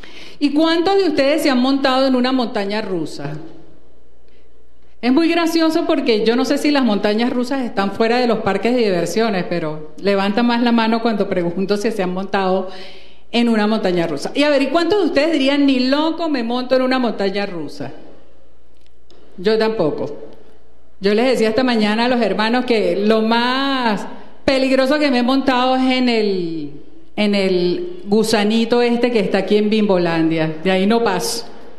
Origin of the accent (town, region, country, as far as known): Venezuela